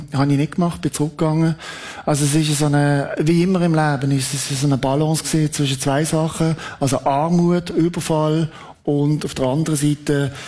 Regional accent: Switzerland; ich bin Schweizer, mir ist da, ich bin neutral, ich laufe jetzt da rein.

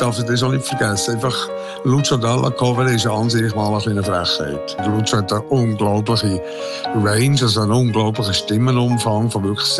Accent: Ticino, Switzerland; Ich bin im Tessin aufgewachsen, bin im Locarnese aufgewachsen.

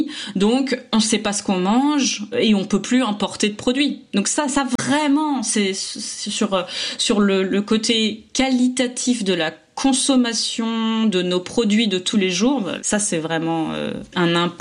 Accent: France; now in United Kingdom; Bon, moi je suis britannique d'adoption, mais en tout cas une chose est sûre, c'est que moi en tant que française, le fromage n'existe plus.

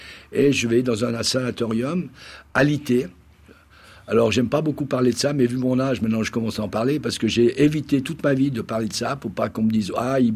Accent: Italy; en tant qu'Italien à ce moment-là, après la Première Guerre, surtout après la Deuxième Guerre, puisque je suis né comme en 44, c'est la fin de la Deuxième Guerre mondiale, avec la fin de Mussolini, évidemment, en tant qu'Italien, il faut vraiment se la coincer.

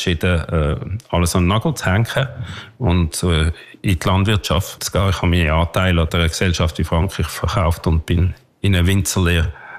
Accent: Herliberg, Zurich, Switzerland; Und aufgewachsen in Herliberg, tatsächlich an der Goldküste ab ganz oben.

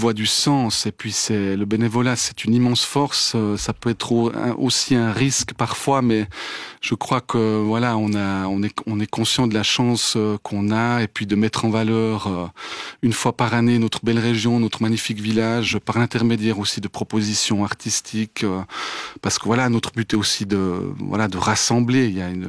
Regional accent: La Chaux-du-Milieu, Neuchâtel, Switzerland; je suis né, je suis un habitant du village, je suis né à la Chaux du Millau

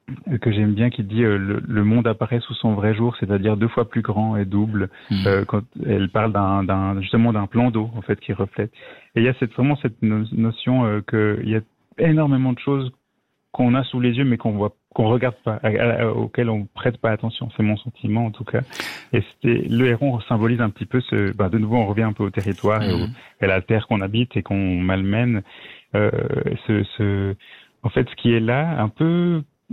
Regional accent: Lausanne, Vaud, Switzerland; now in Vevey, Switzerland; Finalement, je suis né à Lausanne, j'ai passé maintenant j'habite à Vevey, mais j'ai habité 20 ans là-bas.

